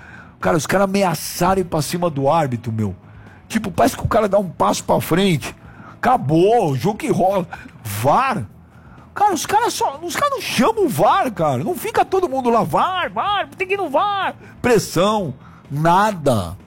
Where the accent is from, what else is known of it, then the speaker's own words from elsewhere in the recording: Brazil; nós somos brasileiros.